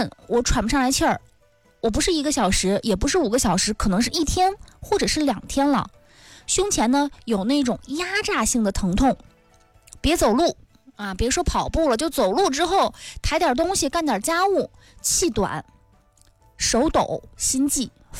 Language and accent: Chinese; Northeast China, China; 尤其对于我们北方人来说，我们东北人来说